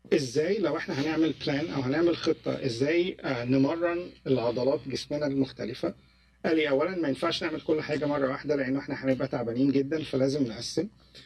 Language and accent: Arabic; Egypt; يعني احنا عندنا في مصر الفطاير والشوكولاتات والحاجات دي